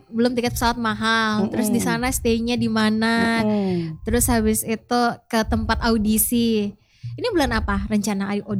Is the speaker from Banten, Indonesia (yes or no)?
no; Palu, Central Sulawesi, Indonesia; kita sebagai warga Kota Palu juga bangga dong.